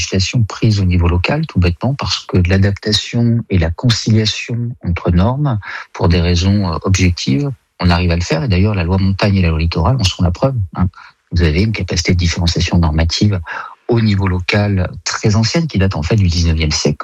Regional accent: Auvergne-Rhône-Alpes, France; Moi, je vous dis, je suis auvergnat, ma grand-mère parlait occitan

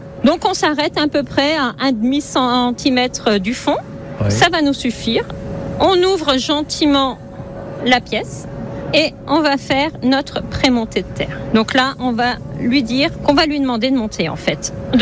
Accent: Saint-Avold, Grand Est, France; je suis originaire du côté de Saint-Avold et j'ai découvert la poterie adolescente et arrivée à l'âge adulte.

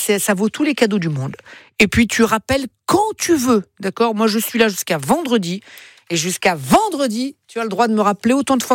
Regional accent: Calabria, Italy; Moi, je suis italien. Ouais. J'ai l'habitude de chaud, tout ça. Moi, je suis calabrais, tu vois.

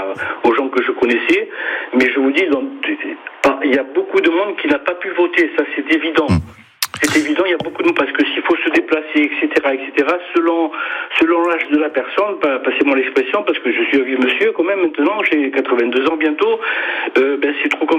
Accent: Algeria; accent: pied-noir; now in Canet-en-Roussillon, France; vous avez dû m'entendre à mon accent. Je suis bien noir et je le resterai jusqu'à la fin de mes jours. Mais ça fait 64 ans que je suis ici

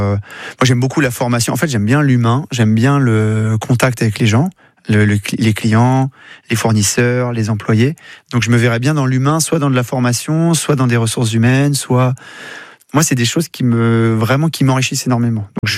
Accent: Normandy, France; moved away; je suis normand d'origine, alors j'ai grandi au bord de la mer

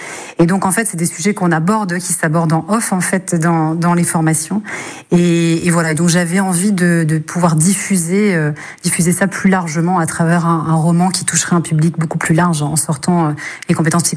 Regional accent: Hauts-de-France, France; ma région d'origine, les Hauts-de-France, où la frite est quand même un plat très convivial.

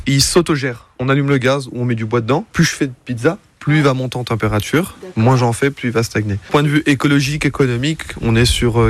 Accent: Épinal, Grand Est, France; born there; Je suis vosgien. Je suis pas originaire d'ici, moi je suis né à Épinal, qui est à 30 minutes d'ici.

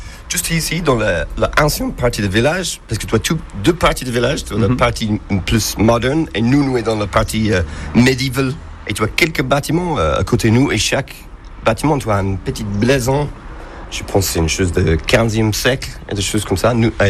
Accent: Dublin, Leinster, Ireland; French is a second language; now in Saint-Chef, France; Je suis Irlandais de Dublin.

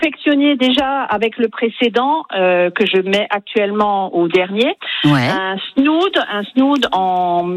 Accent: Grand Est, France; now in Matasse-Longrange, France; je vous appelle de Matasse-Longrange. Nous sommes en vacances dans un camping, mais nous venons d'Alsace.

